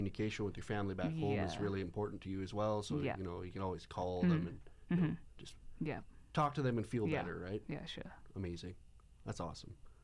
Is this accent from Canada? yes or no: yes; Prince George, British Columbia, Canada; I grew up here